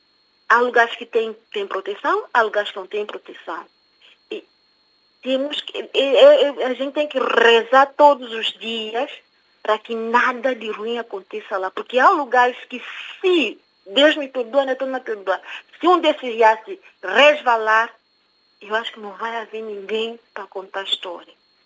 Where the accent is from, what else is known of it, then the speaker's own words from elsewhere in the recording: São Tomé & Príncipe; Eu sou da zona norte de Santo Tomé e presenciei muita coisa na estrada, até que dá medo.